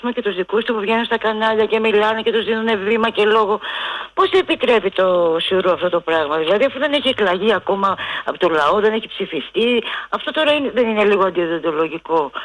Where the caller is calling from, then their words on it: Pallini, Attica, Greece; από την Παλινή.